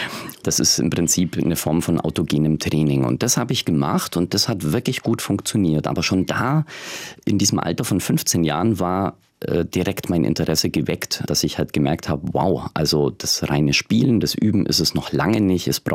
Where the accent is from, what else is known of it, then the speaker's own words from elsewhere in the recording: Tannhausen, Bavaria, Germany; Also ich komme aus Tannhausen, ja, ein beschaulicher Ort in Bayern, 1980 geboren.